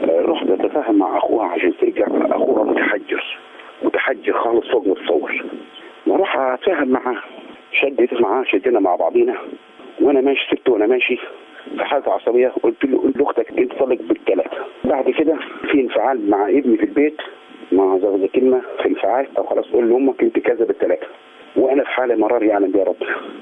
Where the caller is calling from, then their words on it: Asyut, Asyut Governorate, Egypt; السلام عليكم، أنا من أسيوط،